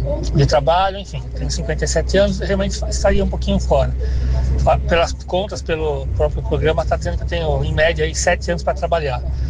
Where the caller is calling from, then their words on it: São Bernardo do Campo, São Paulo, Brazil; sou de São Bernardo.